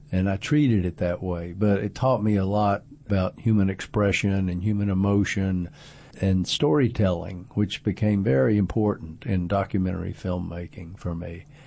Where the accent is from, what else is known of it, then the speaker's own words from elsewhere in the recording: Chattanooga, Tennessee, United States; In Chattanooga, when I went to Baylor and graduated in 71, and there was nothing to do with art there.